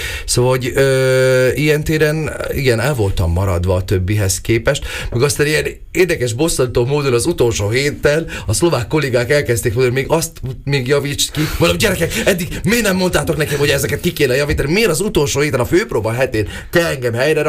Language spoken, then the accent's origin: Hungarian; Hungary; magyar vagyok